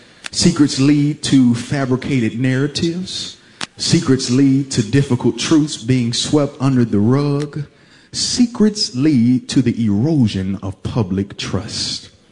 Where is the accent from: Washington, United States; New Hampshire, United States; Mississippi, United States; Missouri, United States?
Mississippi, United States; Senatobia; Senatobia, Mississippi, my hometown.